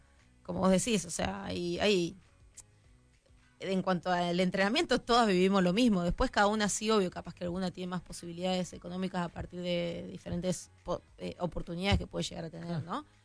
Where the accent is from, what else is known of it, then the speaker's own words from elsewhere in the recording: Argentina; Somos argentinos y creo que saca siempre un poco ese fuego interno